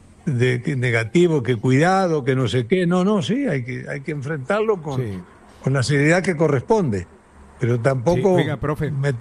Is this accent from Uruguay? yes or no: yes; Uruguay; Yo soy uruguayo, me crié en un país que ha creído siempre y ha tenido una manera de jugar que no es una casualidad